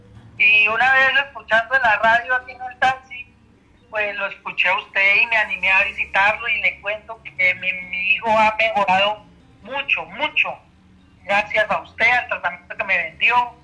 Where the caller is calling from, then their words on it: Sogamoso, Boyacá, Colombia; estoy llamando de Sogamoso.